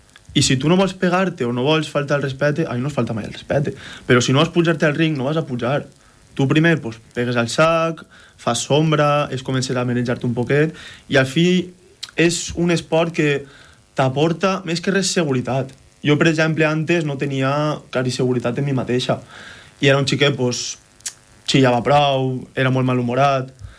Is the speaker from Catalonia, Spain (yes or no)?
no; Piles, Valencian Community, Spain; Jo de Piles